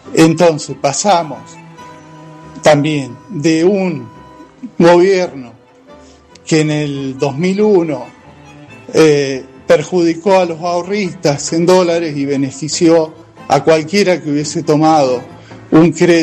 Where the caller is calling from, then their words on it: Anisacate, Córdoba, Argentina; de Anisacate, Córdoba.